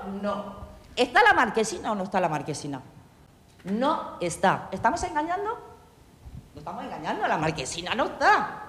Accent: Catalonia, Spain; born there; Yo me considero catalana, me considero española, yo me considero catalana, nací en Cataluña, pero soy española porque nací en España.

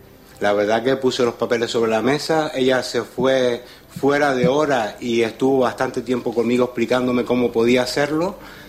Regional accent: Canary Islands, Spain; Y yo siempre he dado todo por mi pueblo, por los Molinillos.

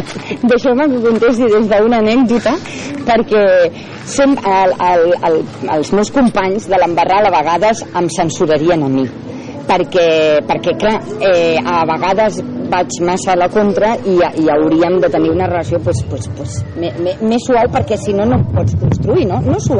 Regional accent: Terrassa, Catalonia, Spain; Soc actriu, soc de Terrassa

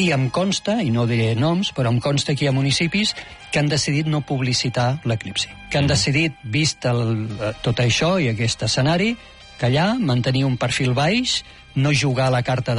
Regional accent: Tarragona, Catalonia, Spain; born there; que t'haig de dir molt orgull, que és la meva ciutat natal, que Tarragona ho està fent

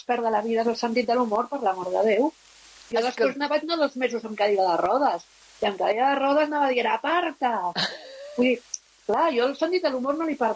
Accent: Barcelona, Catalonia, Spain

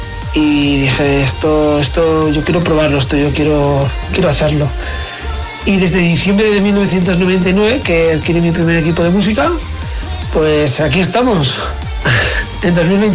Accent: Onda, Valencian Community, Spain; Pues soy de Onda, provincia de Castellón.

